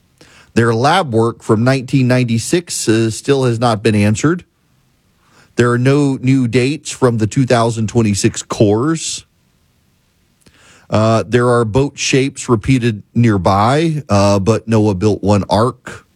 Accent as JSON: {"language": "English", "country": "United States", "said": "I am not Turkeyan. I am American"}